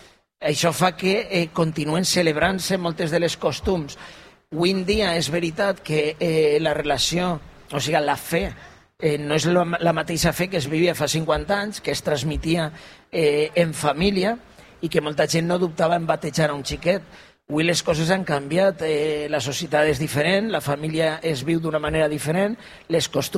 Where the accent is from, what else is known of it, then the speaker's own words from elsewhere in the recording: Figueroles, Valencian Community, Spain; jo sóc fill natural de Figueroles, encara que mon pare és d'ací de Llucena, però jo sóc fill de Figueroles